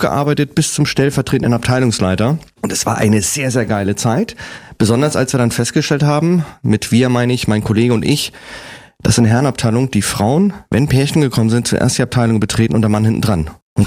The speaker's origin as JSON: {"language": "German", "town": "Kiel", "region": "Schleswig-Holstein", "country": "Germany", "tie": "born or raised there", "also_born_or_lived": "Preetz", "said": "geboren bin ich in Preetz. Das ist oben bei Kiel. Bin aber nur geboren und hab dann in Kiel gelebt und bin noch aufgewachsen."}